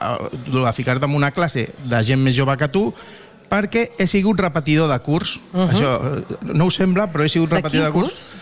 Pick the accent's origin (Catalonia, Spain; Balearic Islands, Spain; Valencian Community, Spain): Catalonia, Spain; Barcelona; also born or lived in León; jo tinc una vinculació molt gran perquè ja saps que jo sóc meitat de Lleó, meitat de Barcelona